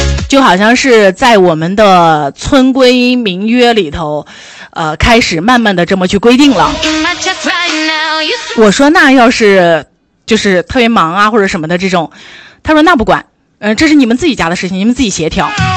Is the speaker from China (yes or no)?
yes; Shanxi, China